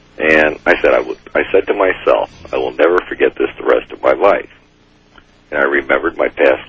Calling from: Kenosha, Wisconsin, United States; I'm from Kenosha.

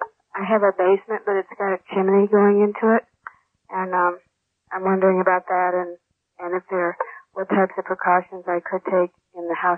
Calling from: Minneapolis, Minnesota, United States; I'm here in Minneapolis

